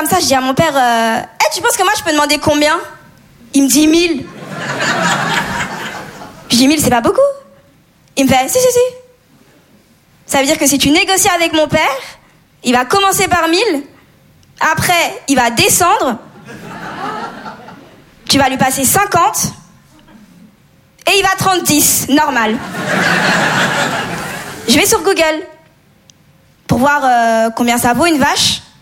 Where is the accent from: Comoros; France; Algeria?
Comoros; D'ailleurs, moi, comme je vous dis, je viens des Comores. Et nous, on est vraiment connus pour célébrer de très, très grands mariages.